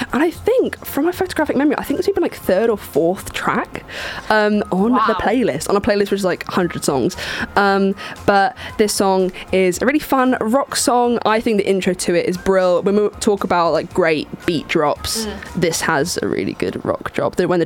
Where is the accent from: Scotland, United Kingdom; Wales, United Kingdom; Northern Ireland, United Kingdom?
Wales, United Kingdom; Because I'm Welsh